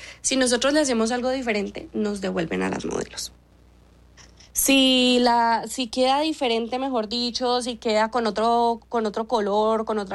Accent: Colombia; porque soy colombiana

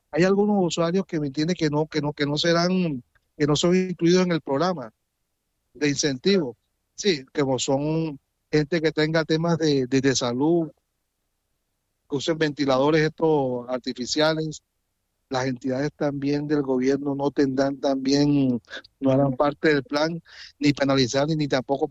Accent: Caribbean Region, Colombia; now in Meta, Colombia; yo no soy de la región, vengo de una región un poco más calurosa, la región Caribe.

